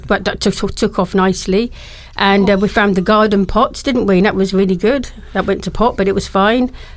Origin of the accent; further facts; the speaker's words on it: Windsor, South East England, United Kingdom; when we were growing up in Windsor.